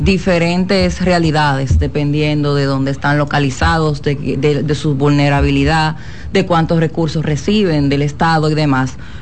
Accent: Dominican Republic

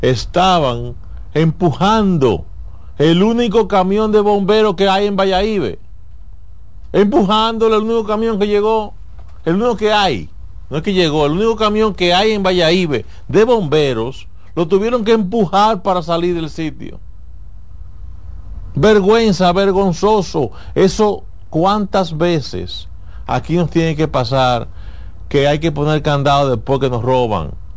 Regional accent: Dominican Republic

